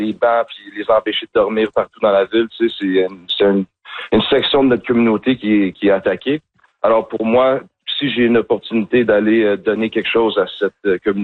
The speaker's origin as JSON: {"language": "French", "town": "Montreal", "region": "Quebec", "country": "Canada", "said": "Tu sais, moi, je viens de Saint-Henri. J'ai vécu autour de Saint-Henri, les derniers 14 ans de ma vie."}